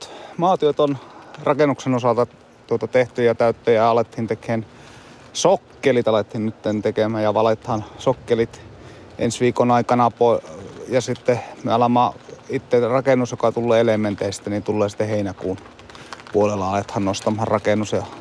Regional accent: Torne Valley, Lapland, Finland; moved away; olen täältä Tornionjokilaaksosta olen kotoisin, niin nyt pitkän aikaan niin olen tullut tänne takaisin

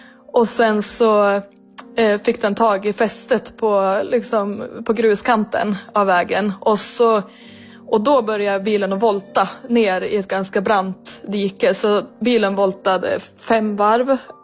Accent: Järvsö, Gävleborg County, Sweden; moved away as an adult; jag trivdes otroligt bra hemma i Järvsö

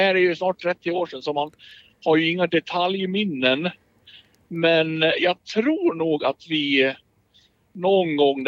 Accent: Borlänge, Dalarna County, Sweden; Det är väl inte så många som bryr sig hemma i Borlänge liksom.

